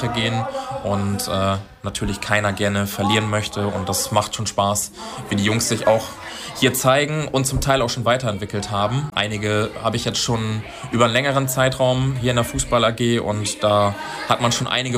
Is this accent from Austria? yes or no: no; Germany; born there; Ich spiele seit meiner Kindheit im Verein hier in der Gegend in Thüne und tue das auch immer noch